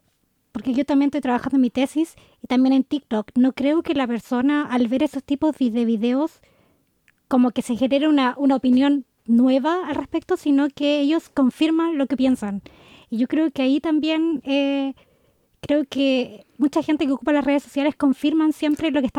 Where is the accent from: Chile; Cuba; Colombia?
Chile; now in Germany; roles de repente súper obsoletos para nosotros que venimos de Chile, tienen que quedarse en la casa. Entonces al final, sin quererlo, en Alemania también me he confrontado con mujeres y hombres que piensan similar. Y yo de Chile digo, pero eso ya no existe.